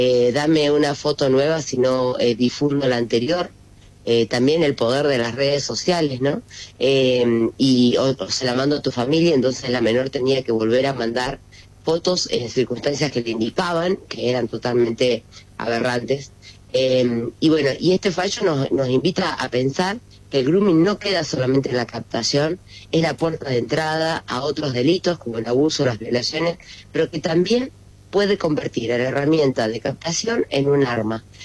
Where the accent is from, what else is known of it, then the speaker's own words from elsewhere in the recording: Allen, Río Negro, Argentina; una nena de mi pueblo, de Allen